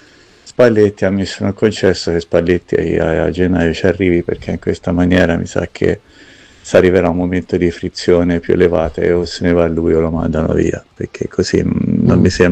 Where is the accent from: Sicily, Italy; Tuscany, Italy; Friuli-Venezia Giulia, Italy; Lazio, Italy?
Tuscany, Italy; occhio che in Toscano questo qui è un po' una presa di giro, coglietecela, io sono toscano, ce la colgo